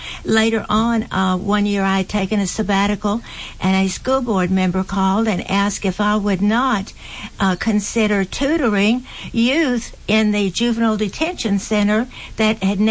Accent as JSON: {"language": "English", "town": "Tioga", "region": "Louisiana", "country": "United States", "tie": "born or raised there", "also_born_or_lived": "Shreveport", "said": "but I am originally from Tioga and Ball, Louisiana, that area, born"}